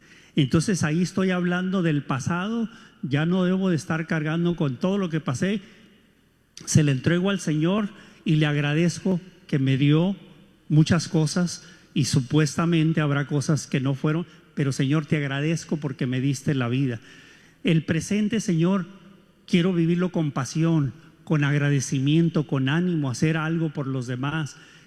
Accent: Mexico; ya como mexicano.

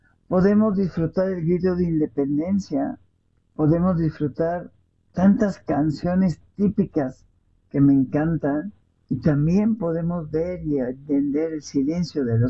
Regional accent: Mexico; hablar de México para mí es hablar de mi país

